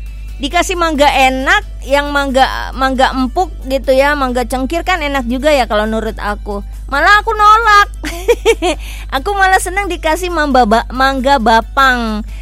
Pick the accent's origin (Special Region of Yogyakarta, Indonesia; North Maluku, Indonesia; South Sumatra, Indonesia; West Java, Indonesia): South Sumatra, Indonesia; Palembang; moved away; saya, orang Palembang asli